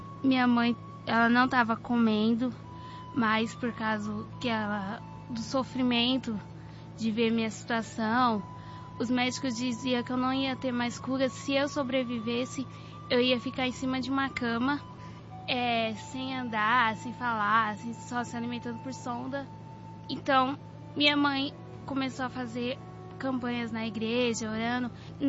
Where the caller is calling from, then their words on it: São Paulo, Brazil; eu sou do Itaí Paulista.